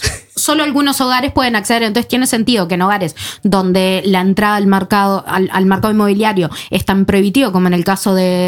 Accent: Uruguay; Uruguay seguimos siendo un país latinoamericano

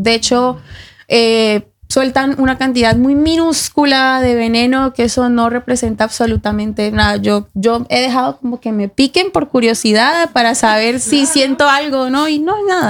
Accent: Colombia; moved away; yo vengo de Colombia y Colombia es un país súper, hiper, mega diverso.

